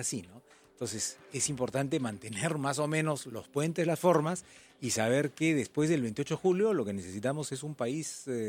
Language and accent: Spanish; Peru; todos somos peruanos